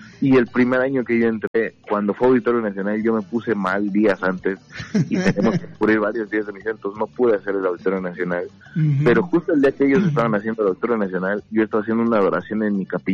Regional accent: Toluca, State of Mexico, Mexico; now in near Mexico City, Mexico; Soy originario de Puerto Luca, pero sí radico ahí cerca de la Ciudad de México

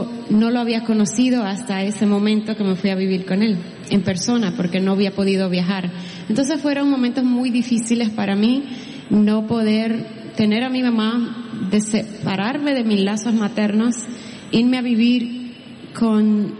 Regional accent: Santiago, Dominican Republic; Yo nací en Santiago, República Dominicana, que es la segunda capital de mi país, y duré 9 años viviendo ahí.

